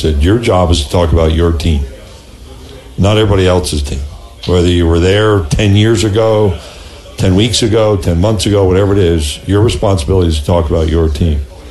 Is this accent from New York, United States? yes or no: yes; Skaneateles, New York, United States; moved away; I grew up outside a little town called Skaneateles, New York.